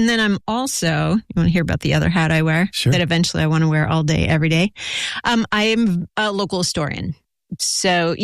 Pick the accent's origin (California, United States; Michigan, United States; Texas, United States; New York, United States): California, United States; Rio Dell; also born or lived in Long Beach / Los Angeles; So I actually grew up in Rio Del, which kind of a dubious reputation, but gorgeous, gorgeous location for a town. We were right above the river